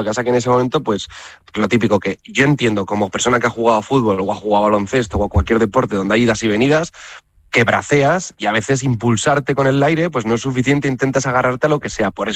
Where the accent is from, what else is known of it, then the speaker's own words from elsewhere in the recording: Zaragoza, Aragon, Spain; yo digo, soy de Zaragoza, yo tengo consistencia al frío, yo nací en el frío